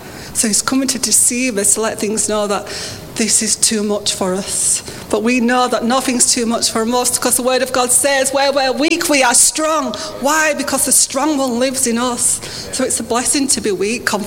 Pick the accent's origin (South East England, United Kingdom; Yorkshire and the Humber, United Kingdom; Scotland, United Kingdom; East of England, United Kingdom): Yorkshire and the Humber, United Kingdom; Bradford; I'm from Bradford